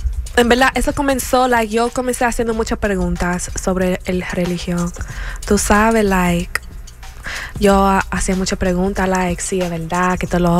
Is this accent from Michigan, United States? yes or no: yes; Michigan, United States; born there; first language Spanish; moved away; also born or lived in New Jersey; mi primer idioma era español, porque mi mamá y mi papá son dominicanos. Nací en New Jersey y después me mudé para Michigan. En Michigan, ahí no hablan español.